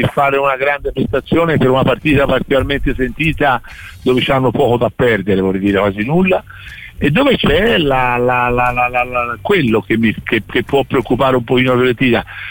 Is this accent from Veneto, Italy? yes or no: no; Tuscany, Italy; siamo toscani